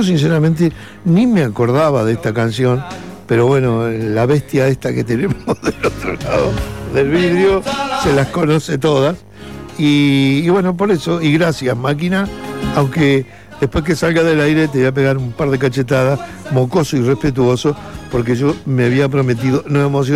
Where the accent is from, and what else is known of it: Uruguay; moved away